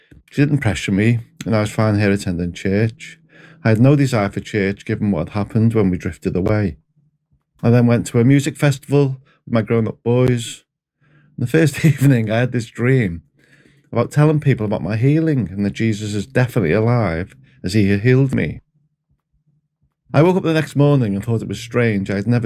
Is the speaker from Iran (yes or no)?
no; Skelmersdale, North West England, United Kingdom; also born or lived in Liverpool; I was born in Liverpool, grew up in a town called Skelmersdale, and I was saved when I was 9.